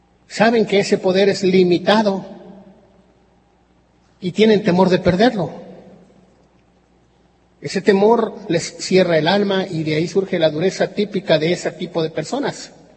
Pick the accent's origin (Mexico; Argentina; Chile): Mexico; San Luis Potosí; moved away; allá de donde yo soy, en San Luis Potosí